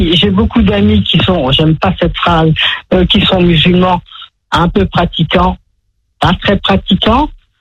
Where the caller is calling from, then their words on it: France; moi je suis française depuis le 15e siècle.